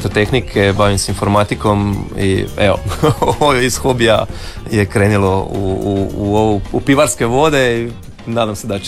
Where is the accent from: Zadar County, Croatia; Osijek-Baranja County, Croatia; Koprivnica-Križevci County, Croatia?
Osijek-Baranja County, Croatia; Osijek; now in Karanac, Croatia; Ja sam iz Osijeka.